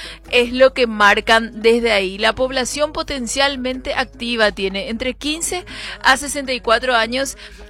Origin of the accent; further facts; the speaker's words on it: Paraguay; cuánto es lo que somos los paraguayos.